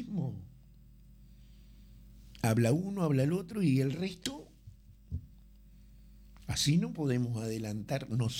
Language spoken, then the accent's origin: Spanish; Salto, Uruguay; Y soy salteño, no soy contra los salteños. No, soy salteño.